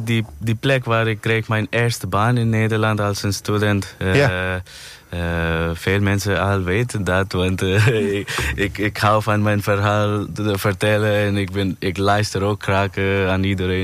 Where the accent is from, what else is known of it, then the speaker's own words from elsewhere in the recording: India; Dutch is a second language; now in Netherlands; Ik kom uit India.